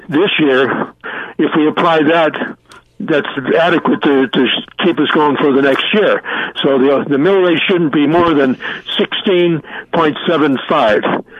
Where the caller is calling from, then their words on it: Canterbury, Connecticut, United States; I'm calling from Canterbury.